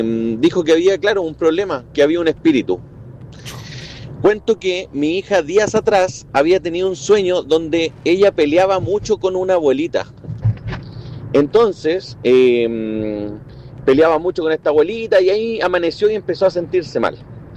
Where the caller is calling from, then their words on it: Curicó, Maule, Chile; nos vinimos a Curicó.